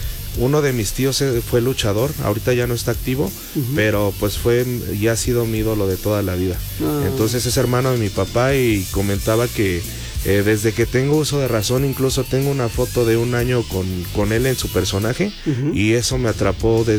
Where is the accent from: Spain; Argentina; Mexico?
Mexico; Querétaro; yo soy originario de Querétaro